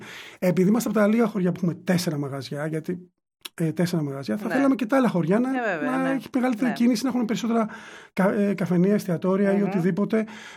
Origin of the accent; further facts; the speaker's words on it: Peloponnese, Greece; Είναι ορεινό χωριό, έχει θέα, απίστευτη. Και γενικότερα η ορεινή τριφυλία έχει αυτή την ομορφιά